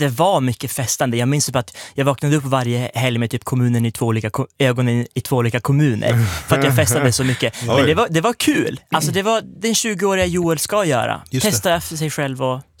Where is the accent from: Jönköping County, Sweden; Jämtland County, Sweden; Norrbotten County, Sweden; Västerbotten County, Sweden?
Västerbotten County, Sweden; Umeå; moved away as an adult; now in Stockholm, Sweden; Jag är från Umeå som sagt